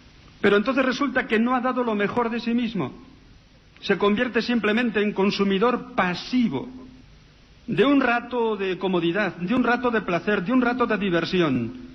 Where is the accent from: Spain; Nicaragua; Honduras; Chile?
Spain; Navarre; Muchos me dicen que en vacaciones, en mi pueblo, fijaros, yo soy un pueblo de la Ribera de Navarra, rico, pero inculto